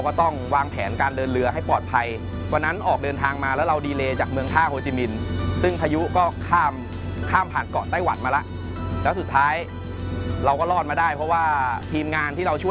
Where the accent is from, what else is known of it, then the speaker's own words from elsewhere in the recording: Phitsanulok, Thailand; ผมเนี่ยเป็นคนจังหวัดพิษณุโลกจบการศึกษามัธยมจากโรงเรียนพิษณุโลกวิทยาคม